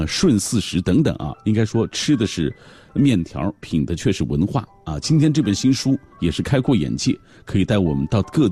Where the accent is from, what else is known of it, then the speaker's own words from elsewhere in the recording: Xinjiang, China; moved away; 这是我的老家的吃食啊